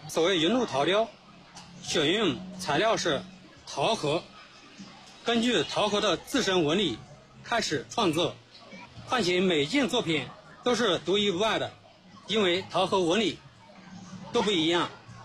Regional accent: Suqian, Jiangsu, China; 我是来自宿迁泗阳

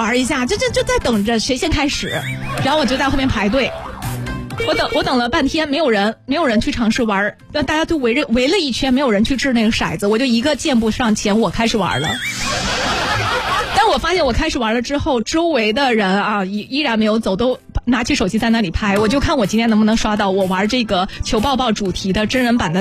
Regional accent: Xuzhou, Jiangsu, China; 咱们徐州现在就是越来越时髦了，

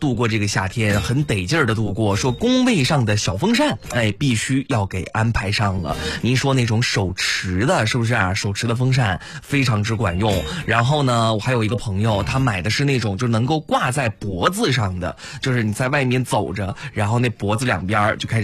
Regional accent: Xuzhou, Jiangsu, China; 咱们徐州人

